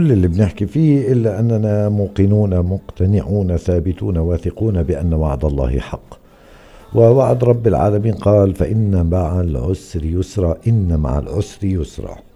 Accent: Palestine; احنا كفلسطينيين

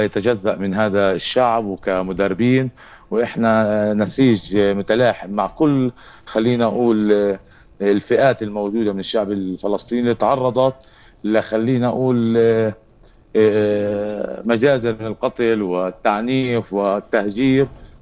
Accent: Palestine; إحنا كشعب فلسطيني

